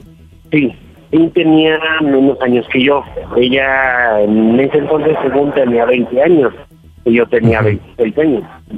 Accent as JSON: {"language": "Spanish", "region": "Mexico City", "country": "Mexico", "said": "33 años, de la Ciudad de México."}